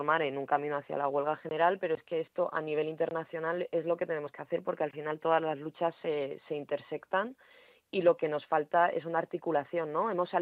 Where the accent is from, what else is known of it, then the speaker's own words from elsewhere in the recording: Alcorcón, Community of Madrid, Spain; Yo, por ejemplo, soy de Alcorcón.